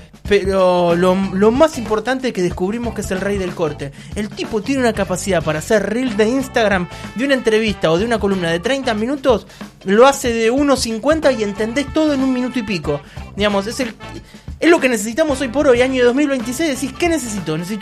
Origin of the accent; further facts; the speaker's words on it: Argentina; No, yo soy argentino.